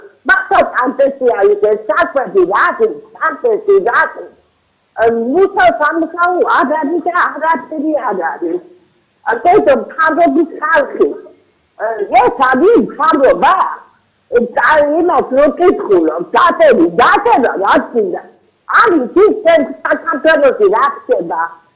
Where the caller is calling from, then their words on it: Abkhazia, Georgia; 74 წლის ქალი ვარ. ამასთან რამეს აღმოსრები ვარ. აფხაზეთიდან ვარ, სვაგაზონის აფხაზეთიდან.